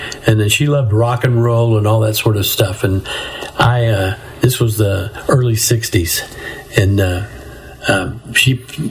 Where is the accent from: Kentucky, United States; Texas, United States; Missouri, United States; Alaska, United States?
Texas, United States; Amarillo; I'm from Amarillo, Texas, and that's where we're at today. And I was born and raised here. My dad was born and raised here. And we go back a long ways here in Amarillo. And we're a family of painters